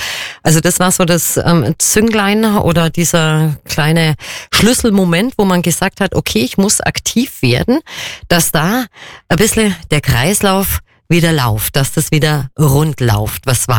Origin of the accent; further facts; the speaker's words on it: Kempten, Bavaria, Germany; born there; Ich bin ja auch gebürtige Allgäuerinner, Kemptnerin und gehe da konform mit dir.